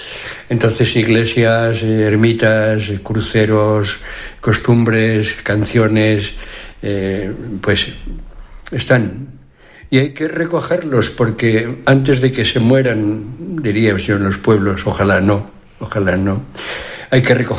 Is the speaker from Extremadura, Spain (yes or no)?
yes; La Garganta, Extremadura, Spain; Yo soy de pueblo, mi pueblo es La Garganta, en la diócesis de Plasencia